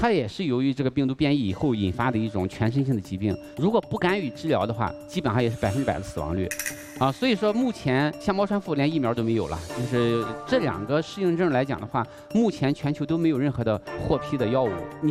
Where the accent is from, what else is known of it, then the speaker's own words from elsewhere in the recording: Qingdao, Shandong, China; 北京来讲都很吸引我们啊，我来自山东青岛